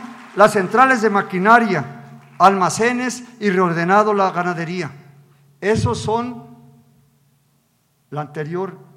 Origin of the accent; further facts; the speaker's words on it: Tepic, Nayarit, Mexico; un río que representa muchas cosas para los que somos de Tepic